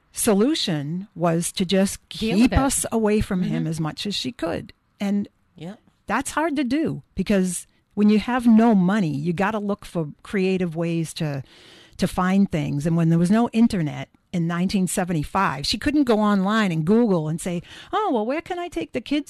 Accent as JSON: {"language": "English", "town": "Dorchester", "region": "Massachusetts", "country": "United States", "tie": "born or raised there", "said": "And so growing up in Dorchester, at least in the time that we did, families were very large."}